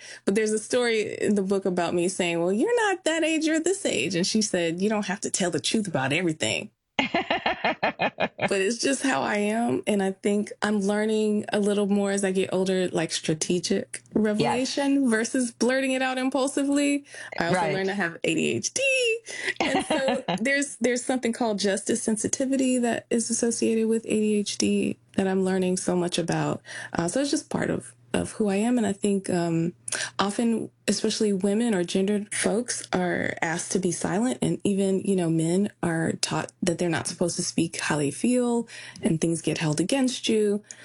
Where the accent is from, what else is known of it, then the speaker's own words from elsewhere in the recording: Wayne, Michigan, United States; born there; moved away; also born or lived in Los Angeles; I was born in Wayne at Wayne Memorial Hospital in Michigan. My mother's family is from Michigan going back 100 years. And we moved to Los Angeles when my parents got divorced and my brother died.